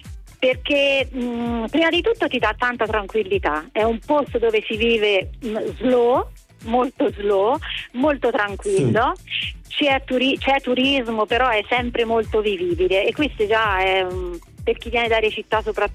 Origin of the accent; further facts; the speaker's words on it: Castiglione del Lago, Umbria, Italy; io sono di Castiglione del Lago e lo adoro, adoro il Trasimeno.